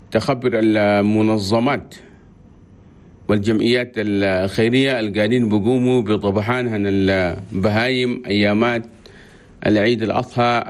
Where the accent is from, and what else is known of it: Chad